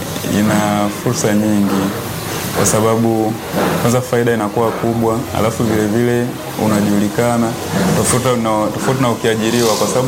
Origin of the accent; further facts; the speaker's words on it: Mwanza, Tanzania; also born or lived in Mara Region; Ni mzaliwa wa mkoa wa Mara. Lakini ni mwenyeji wa Mwanza. Nimekulia hapa Mwanza.